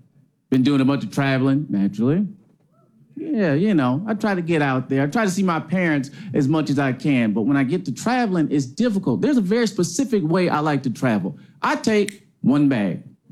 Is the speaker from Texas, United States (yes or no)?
no; Detroit, Michigan, United States; I'm from Detroit.